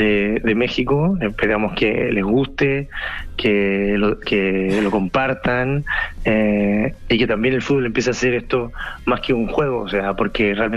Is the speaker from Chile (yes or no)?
yes; Chile; Peor somos nosotros, los chilenos, que ni estamos.